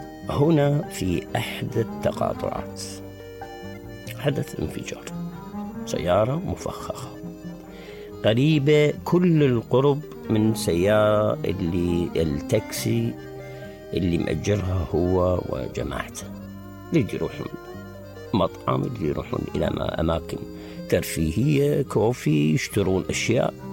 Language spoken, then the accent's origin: Arabic; Iraq; بلادنا العراق